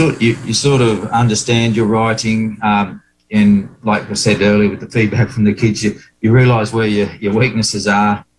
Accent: Australia; Growing up in Australia, we really got the, all the English queens and kings, and got the Roman history, got the English history.

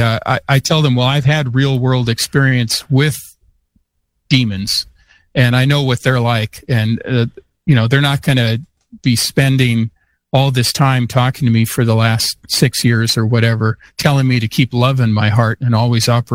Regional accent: Kenmore, Washington, United States; also born or lived in Seattle; So that was in Seattle, where I'm from Seattle, but I was actually from Kenmore, Washington, which is the north end of Lake Washington. Our house was right near a Nike missile base, so a nuclear missile site.

